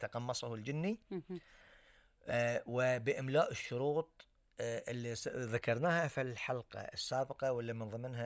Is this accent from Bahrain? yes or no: yes; Bahrain; لكن أقول لك أن عندنا في البحرين هناك أيضا زار نسائي وزار رجالي.